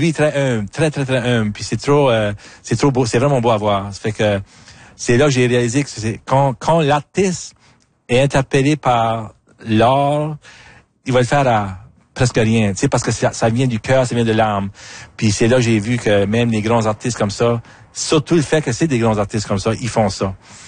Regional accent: Acadia, Canada; je viens de l'Acadie comme ton premier album.

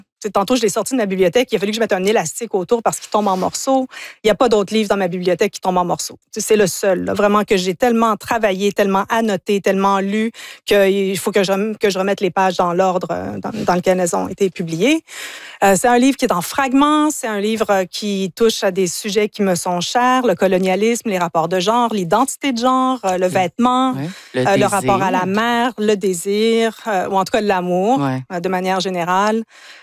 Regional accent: Ontario, Canada; first language English; also born or lived in United States / England; Moi, je suis franco-ontarienne au départ, donc j'ai grandi dans l'univers anglophone. J'ai vécu aux États-Unis, en Angleterre. Donc, l'anglais, c'est un peu ma langue maternelle d'une bizarre de façon.

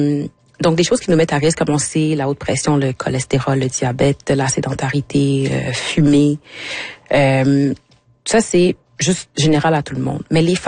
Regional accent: Quebec, Canada; born there; Je suis née au Québec. C'est ma maison, c'est mon pays.

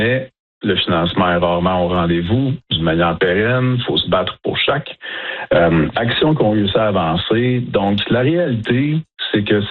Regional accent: Kanesatake, Quebec, Canada; à pouvoir me présenter comme Première Nation plus jeune avec tout le passé de ma communauté, puisque je viens de Ganesetaghe.

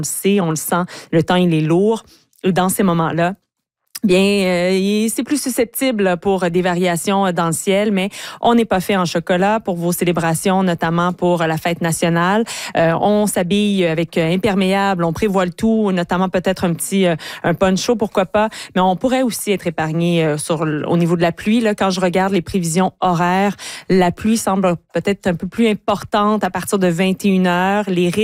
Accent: Quebec, Canada; On en a de la bonne, effectivement, chez nous, en Mauricie, puis au centre du Québec.

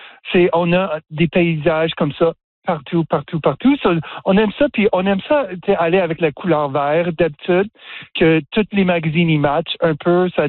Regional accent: Ontario, Canada; also born or lived in Quebec / Maritimes; Tu sais, moi, je viens de l'Ontario, mm-hmm. passé beaucoup de temps au Québec, au Maritime

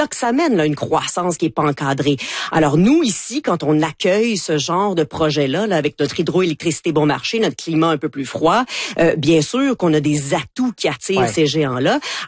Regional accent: Quebec, Canada; Puis nous, au Québec, imaginez-vous donc que nous ne pas si opposés que ça, finalement.

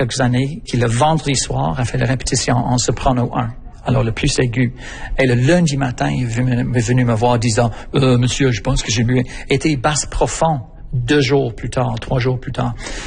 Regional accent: England, United Kingdom; French is a second language; now in Canada; je suis le directeur artistique et musical des … Je suis anglais de l'Angleterre, puis j'étais petit chanteur dans une des cathédrales au nord de l

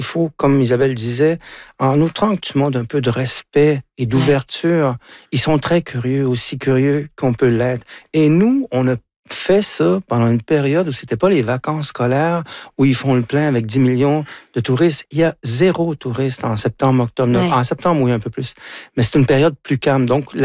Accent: Quebec, Canada; Sauf que maintenant, j'y vais en tant que Québécois.

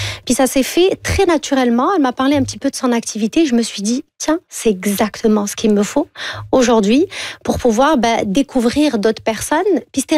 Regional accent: Algeria; moved away; Je viens d'Algérie, donc on partage pratiquement la même culture. On est des pays voisins.

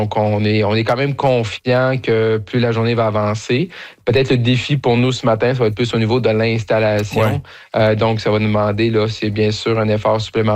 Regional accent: Roberval, Quebec, Canada; je suis originaire de Roberval

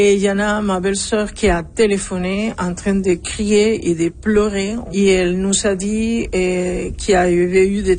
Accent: Macuto, La Guaira, Venezuela; now in Montreal, Canada; La Guaira, Macuto, c'est là où j'ai grandi.

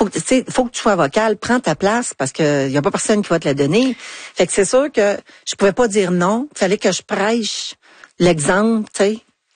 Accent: Anjou, Quebec, Canada; C'était chez nous, mon patelin, les gens que je connaissais

